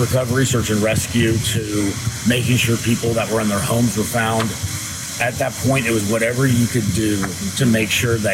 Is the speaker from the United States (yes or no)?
yes; Kerrville, Texas, United States; I mean, I'm from Kerrville.